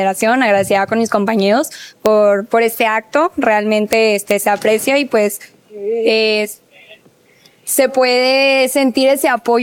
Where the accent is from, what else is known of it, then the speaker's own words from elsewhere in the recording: Monterrey, Nuevo León, Mexico; Aunque mis padres sean los dos coreanos, pues yo fui criada, nacida, fui al kinder, todo, y pues me identifico como mexicana 100%.